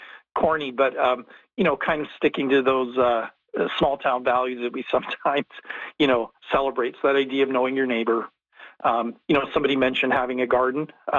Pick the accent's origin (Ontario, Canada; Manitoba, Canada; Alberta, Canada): Manitoba, Canada; Dauphin; now in Portage la Prairie, Canada; growing up in Dauphin